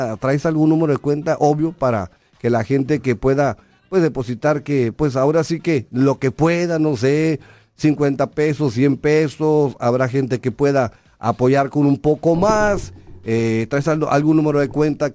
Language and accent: Spanish; Ensenada, Baja California, Mexico; yo soy de ensenadense, sí.